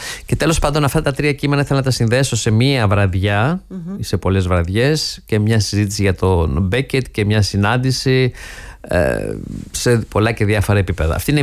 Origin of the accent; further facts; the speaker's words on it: Greece; now in Germany; σαν Έλληνας, με το ελληνικό μου μάτι